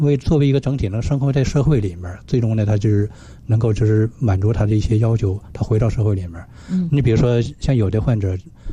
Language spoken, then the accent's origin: Chinese; Japan; 就是咱们日本人的习惯呢，就是还是那种盆浴